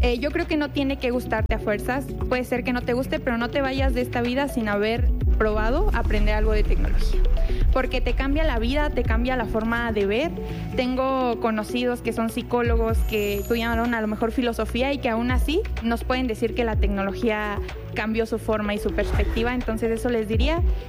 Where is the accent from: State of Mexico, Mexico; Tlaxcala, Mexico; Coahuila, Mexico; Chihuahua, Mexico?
State of Mexico, Mexico; de la licenciatura en ciencia de datos. Crecí en el Estado de México